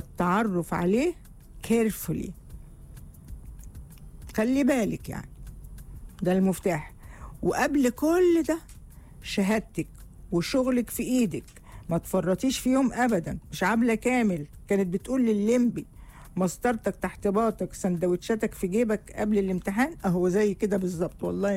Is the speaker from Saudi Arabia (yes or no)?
yes; Saudi Arabia; من السعوديه.